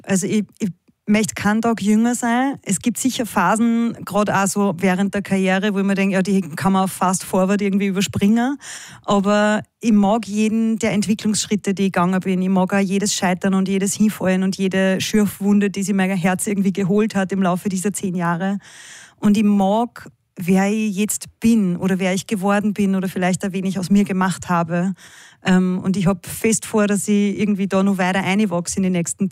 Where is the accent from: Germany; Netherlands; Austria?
Austria; Upper Austria; mit meinen Wurzeln zu tun, also mit dem Dialekt und mit da, wo ich herkomme und Oberösterreich und meine Familie und so.